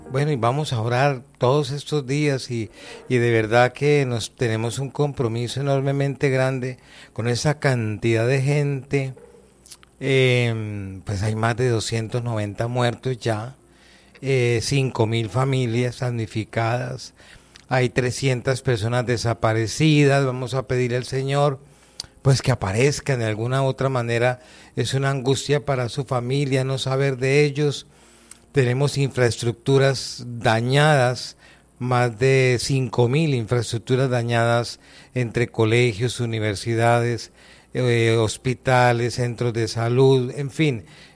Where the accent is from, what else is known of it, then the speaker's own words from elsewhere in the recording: Santander, Colombia; departamento del Santander, de donde yo soy